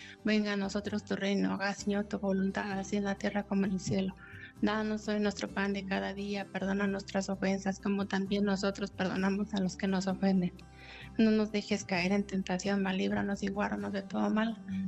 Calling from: Fresnillo, Zacatecas, Mexico; Bueno, de Fresnillo, Zacatecas.

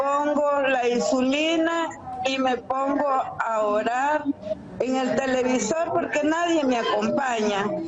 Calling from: León, Nicaragua; Sí, aquí estoy llamando de Nicaragua, de León.

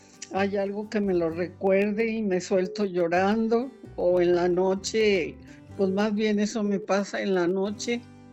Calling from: Aguascalientes, Mexico; de Aguascalientes.

